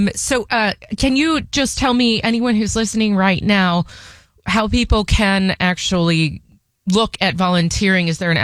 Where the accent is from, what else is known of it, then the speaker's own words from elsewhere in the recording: New York, United States; I'm from New York, and I live out here